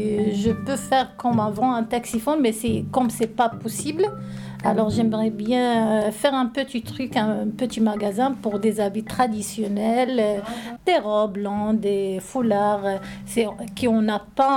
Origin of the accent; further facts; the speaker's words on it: Morocco; je suis une Marocaine, mariée à Gorillé, j'ai 3 enfants.